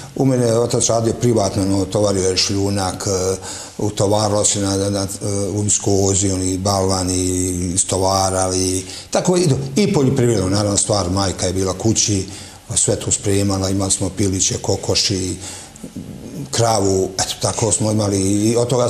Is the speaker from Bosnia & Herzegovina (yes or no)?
yes; Gornji Šepak, Republika Srpska, Bosnia & Herzegovina; born there; Pa ja sam rođen u Gornjem Šepku, tada nije bilo bolnica i po bolnicama se nije išao